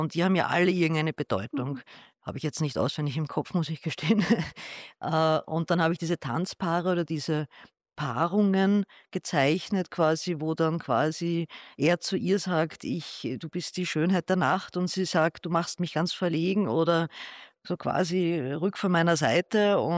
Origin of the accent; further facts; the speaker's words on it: Vienna, Austria; Ich selber bin ja Wienerin, also Josefstädterin und keine Kärntnerin. In mir fließt kein Kärntner Blut